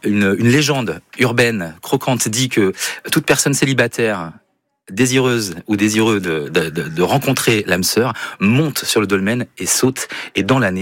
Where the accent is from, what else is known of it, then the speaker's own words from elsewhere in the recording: Nouvelle-Aquitaine, France; chez nous en Creuse